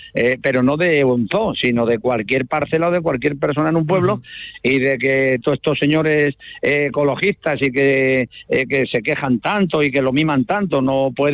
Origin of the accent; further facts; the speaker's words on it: Hinojosa, Spain; yo soy aquí nativo de Hinojosa